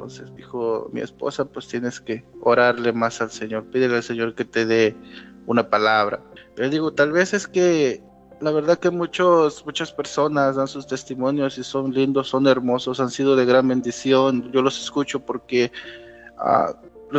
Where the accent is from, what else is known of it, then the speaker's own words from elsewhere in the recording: Tuxtepec, Oaxaca, Mexico; yo soy del estado de Oaxaca, soy de Tuxtepec, Oaxaca. Este estado es un estado muy pobre.